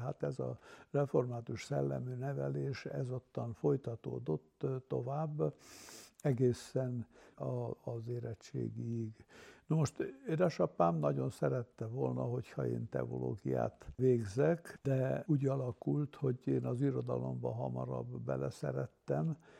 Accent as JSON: {"language": "Hungarian", "town": "Araci", "region": "Covasna", "country": "Romania", "tie": "born or raised there", "also_born_or_lived": "Odorheiu Secuiesc", "said": "mi úgy voltunk elindulva Árapatakon, amikor édesapám oda került lelkésznek, és születtünk egymás után, hát Árapatakon négyen a testvérek közül, kettő született aztán Kolozsváron"}